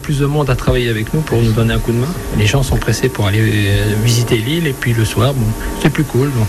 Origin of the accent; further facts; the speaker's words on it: Belgium; moved away as an adult; now in Île d'Yeu, France; Je ne suis même pas français, je suis belge.